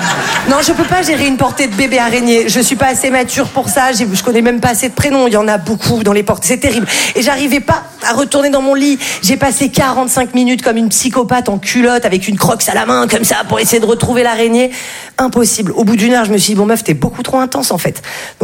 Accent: Val-de-Blore, Provence-Alpes-Côte d'Azur, France; Alors après, c'est vrai que là d'où je viens, c'était assez compliqué les trajets en ambulance, parce que moi, je viens d'un tout petit village qui s'appelle Val-de-Blore.

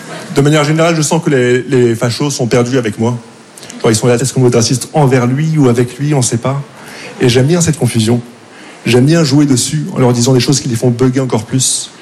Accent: Casablanca, Casablanca-Settat, Morocco; j'ai grandi au Maroc, mais on dirait que ma voix est doublée par un mec qui s'appelle Maximilien, qui a vécu en Auvergne au Moyen-Âge. Je viens de Casablanca

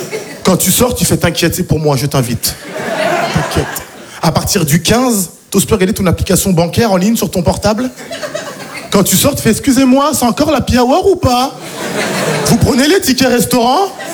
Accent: Île-de-France, France; born or raised there

